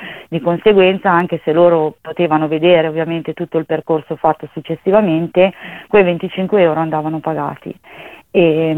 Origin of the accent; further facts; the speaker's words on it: Desio, Lombardy, Italy; abbiamo effettuato un primo accesso al pronto soccorso dell'ospedale San Gerardo di Monza, perché noi siamo di Desio